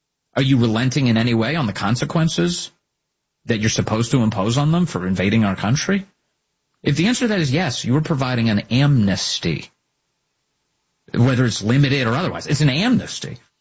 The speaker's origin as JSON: {"language": "English", "region": "South Carolina", "country": "United States", "tie": "born there", "said": "The state of my birth, by the way. I was born in South Carolina, Jim."}